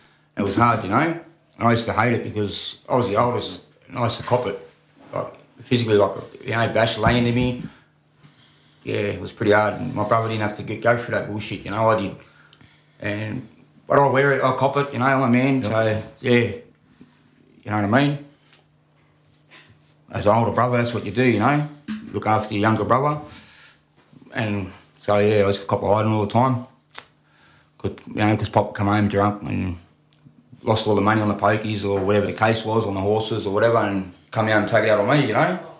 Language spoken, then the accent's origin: English; Redfern, New South Wales, Australia; I'm from Redfern, Yorra and Gadigal, man.